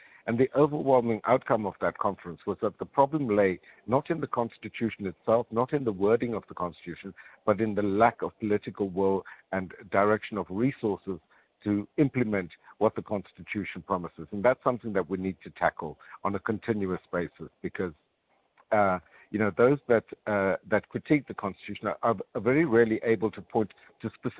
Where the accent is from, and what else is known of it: South Africa